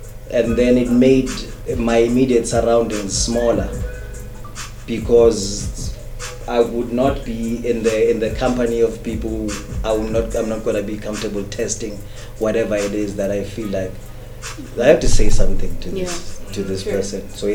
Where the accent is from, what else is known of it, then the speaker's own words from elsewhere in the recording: Carletonville, Gauteng, South Africa; But I grew up in Wete